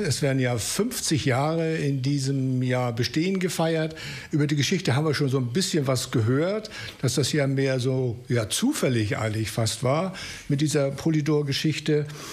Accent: Northern Germany, Germany; wir kennen ja als Norddeutsche immer noch die Haifischbar

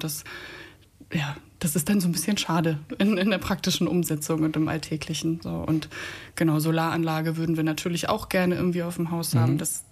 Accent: Hamburg, Germany; Also wir kommen eigentlich aus Hamburg

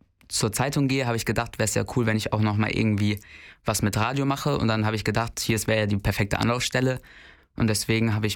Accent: Heide, Schleswig-Holstein, Germany; Ich komme aus Heide, bin 14 Jahre alt und mache ein freiwilliges Praktikum hier.

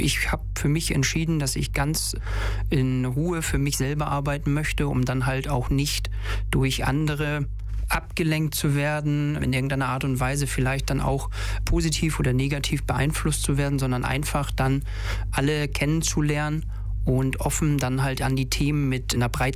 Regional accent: Tönning, Schleswig-Holstein, Germany; ich bin in Tönning aufgewachsen, habe die Grundschule am Ostertor besucht, bin dann in die Realschule Tönning gegangen

